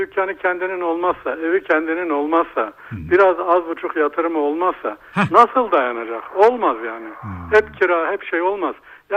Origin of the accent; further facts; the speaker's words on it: Kayseri, Turkey; now in Ankara, Turkey; Hani çekirdekten esnafız ya abi, Kayserliyiz ya.